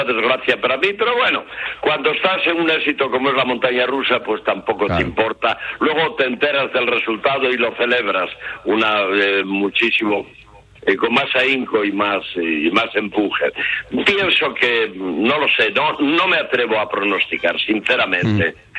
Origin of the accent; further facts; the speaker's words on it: Asturias, Spain; Ya sabes que yo soy tan asturiano